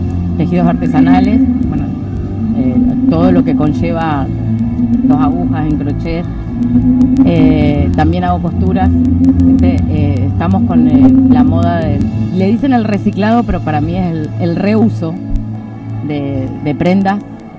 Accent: Comandante Luis Piedrabuena, Santa Cruz, Argentina; also born or lived in Río Gallegos, Argentina; now in Caleta Olivia, Argentina; estoy viviendo en Caleta. Soy bien. De Piedra Buena.

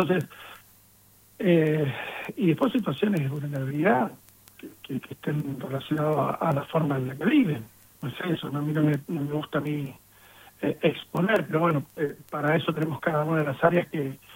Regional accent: Pico Truncado, Santa Cruz, Argentina; yo soy de Pico Truncado, yo estuve en la escuela 85

